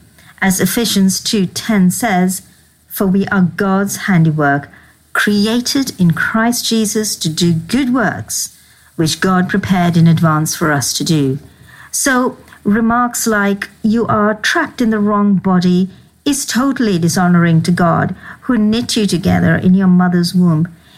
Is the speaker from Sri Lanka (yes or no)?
yes; Sri Lanka; moved away; I'm originally from Sri Lanka. Actually, my roots go to South India.